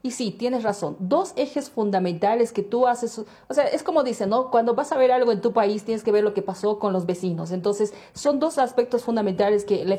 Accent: Bolivia; nos vamos a volver a endeudar como bolivianos

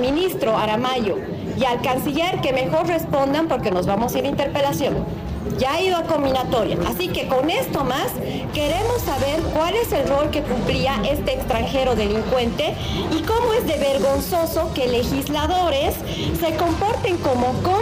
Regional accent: Bolivia

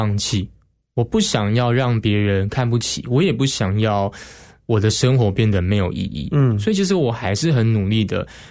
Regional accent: Taichung, Taiwan; moved away as an adult; 国中高中我是在台中长大的孩子，不是说台中多落后，但我的那个城市里面我算是比较顶尖成绩的孩子。

